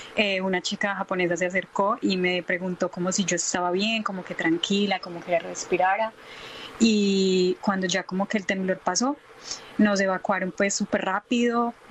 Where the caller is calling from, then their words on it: Medellín, Antioquia, Colombia; Yo vivo en Medellín.